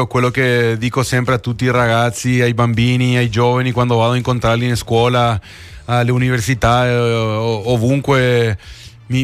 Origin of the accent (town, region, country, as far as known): Paraguay; now in Italy